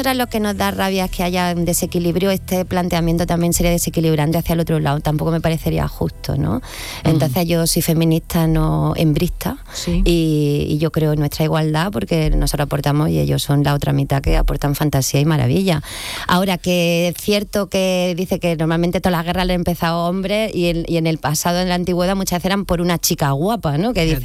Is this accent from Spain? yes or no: yes; Jaén, Andalusia, Spain; yo soy de Jaén, yo me he vestido de gitana de pequeña